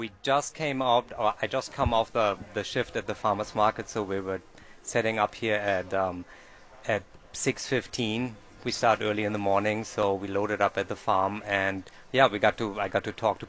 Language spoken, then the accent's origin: English; Austria; moved away; So I'm originally from Austria, and when I moved here, we were living right next to White Lotus Farms